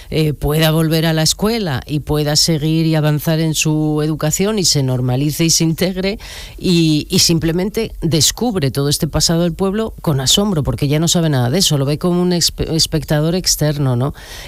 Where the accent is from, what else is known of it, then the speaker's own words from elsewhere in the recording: Bilbao, Basque Country, Spain; Yo soy de Bilbao